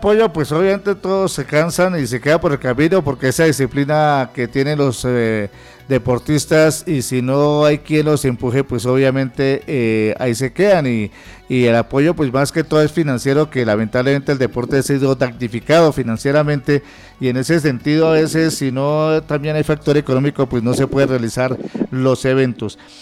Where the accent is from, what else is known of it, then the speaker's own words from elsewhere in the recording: Boyacá, Colombia; Somos boyacenses y nos debemos sentir orgullosos de ser boyacenses